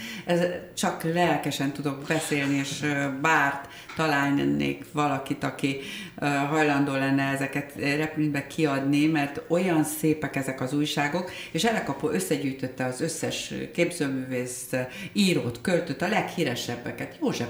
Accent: Balatonalmádi, Veszprém County, Hungary; moved away as an adult; now in Budapest, Hungary; egy csodálatos faluban nőttem fel Vörösberényben

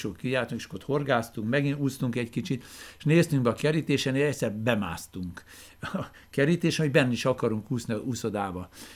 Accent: Budapest, Hungary; 1953-ban születtem Budapesten, Angyalföldön. A szüleim a Szlovákiából áttelepített emberek. A édesanyám Pozsony mellől Liget Újfaluról származik

